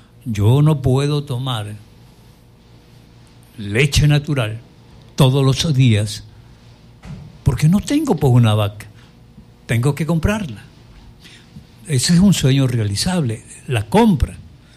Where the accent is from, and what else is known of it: Ecuador